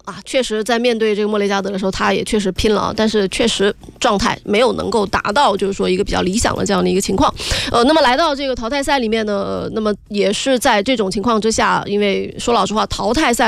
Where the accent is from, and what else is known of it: China